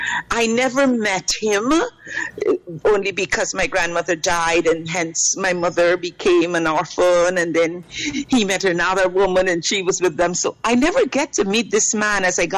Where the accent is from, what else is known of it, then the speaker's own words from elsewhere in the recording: Guyana; born there; I was born in Guyana.